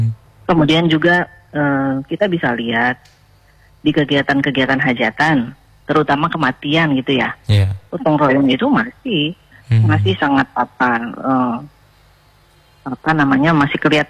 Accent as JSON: {"language": "Indonesian", "region": "Gorontalo", "country": "Indonesia"}